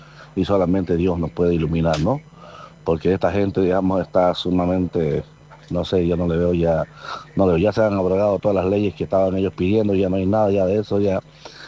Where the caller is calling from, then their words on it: Bolivia; Como boliviano, como ciudadano